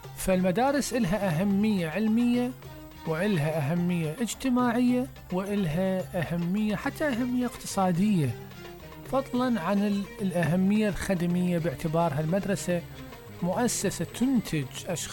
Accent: Southern Iraq, Iraq; احنا عندنا بالجنوب

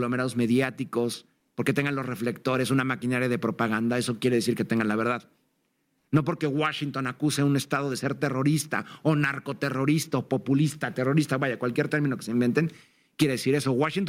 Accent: Mexico; Yo como mexicano

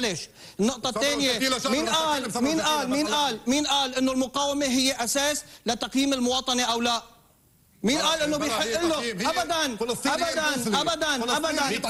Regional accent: Lebanon; أنا كلبناني سني، أنا كلبناني سني

